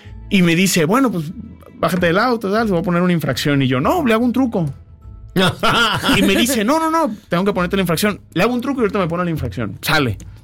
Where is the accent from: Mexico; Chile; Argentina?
Mexico; Colima; yo empecé a salir a hacer shows en Tijuana, que aquí en la Ciudad de México, porque yo soy de Colima.